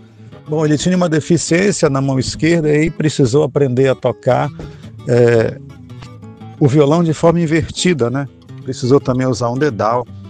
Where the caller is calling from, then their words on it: Belém, Pará, Brazil; Um grande abraço de … de Belém do Pará.